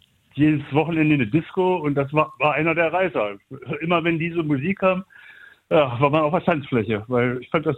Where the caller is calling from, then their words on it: Schöningen, Lower Saxony, Germany; Ja, ich komme ja hier aus Niedersachsen, Schöning